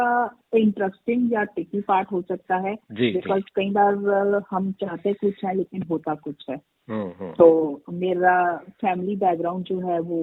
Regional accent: Delhi, India; born or raised there

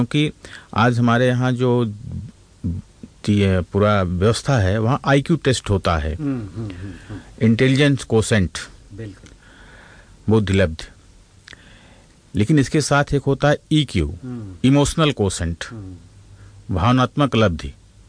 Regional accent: Jaunpur, Uttar Pradesh, India; जौनपुर उत्तर प्रदेश का रहने वाला हूँ।

